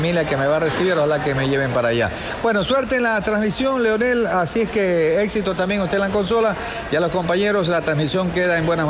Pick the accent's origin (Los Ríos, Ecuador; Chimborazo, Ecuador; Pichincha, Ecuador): Los Ríos, Ecuador; Quevedo; yo soy de Quevedo. Yo ya a mí soy de Quevedo.